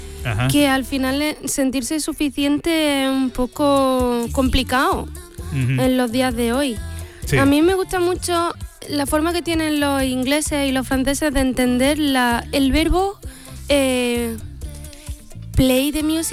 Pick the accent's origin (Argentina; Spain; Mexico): Spain; Pozoblanco, Andalusia; moved away as an adult; also born or lived in Barcelona; soy de Pozo Blanco